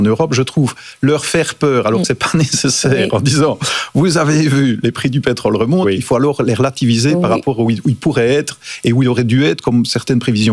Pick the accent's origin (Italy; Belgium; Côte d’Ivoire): Belgium; moi, en tant que Belge